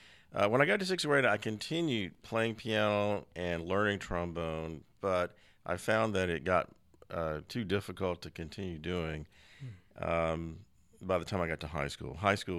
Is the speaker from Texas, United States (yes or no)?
yes; Austin, Texas, United States; also born or lived in Conroe, Texas; I was born in Conroe, and eventually we moved to Austin, which is where I grew up